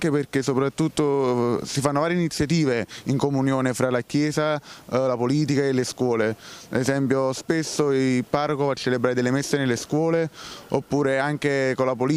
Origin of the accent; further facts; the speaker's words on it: Trecase, Campania, Italy; vengo da Trecase, vicino a Napoli.